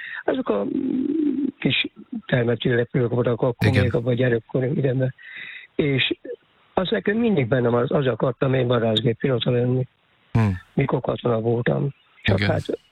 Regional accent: Öttömös, Csongrád-Csanád, Hungary; born there; Hát ez ugye Ötemesen volt kint, a szülőházam, ahol volt.

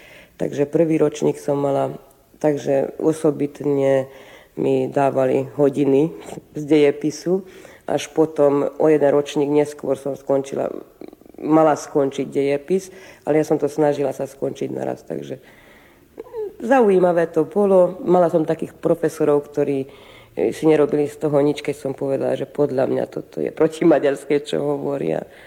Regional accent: Hungary; also born or lived in Slovakia; Tak ja ti musím povedať úprimne, že ja som to, že ja som Slovenka tu v Maďarsku necítila. Ja som to pocítila až na Slovensku.

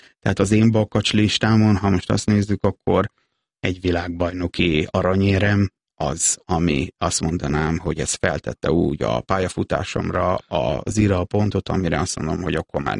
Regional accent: Nyíregyháza, Szabolcs-Szatmár-Bereg, Hungary; nyíregyháziként Tiszalökre sokat jártunk ki

